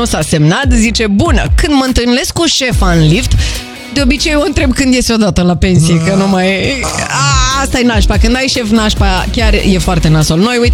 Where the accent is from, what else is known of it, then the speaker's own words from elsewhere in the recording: Brașov, Brașov County, Romania; now in Bucharest, Romania; Crede-mă, eu când am venit de la Brașov, Alexandru, eram mai...